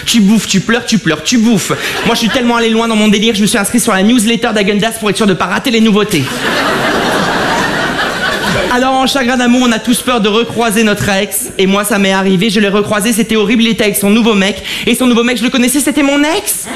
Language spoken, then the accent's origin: French; Avion, Hauts-de-France, France; born there